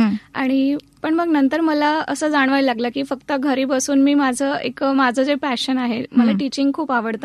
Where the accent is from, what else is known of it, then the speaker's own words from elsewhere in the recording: Chalisgaon, Maharashtra, India; moved away as an adult; now in Nashik, India; मी मूळची म्हणजे माझं माहेर चाळीसगावचं, आणि सासरे चाळीसगाव जवळच एक गाव आहे.